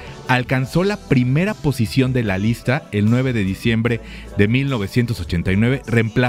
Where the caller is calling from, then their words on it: Tlaxcala, Mexico; de Tlaxcala.